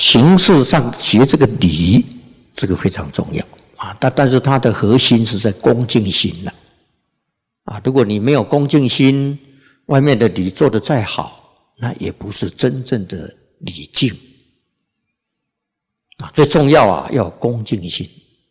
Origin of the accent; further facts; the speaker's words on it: China; 我们中国人啊，近代的中国人